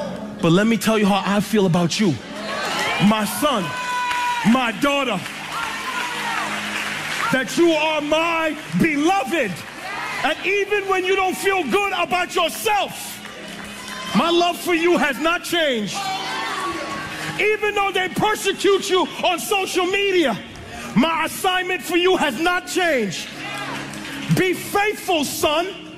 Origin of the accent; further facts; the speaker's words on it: New York, United States; I'm from New York, so we keep that head on a swizzle.